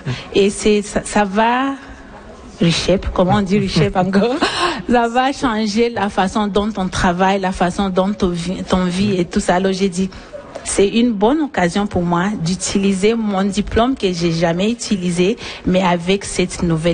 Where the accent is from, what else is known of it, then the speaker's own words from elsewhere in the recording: Bukavu, South Kivu, DR Congo; moved away as an adult; now in Canada; Non, je viens de l'Est, de Bukavu.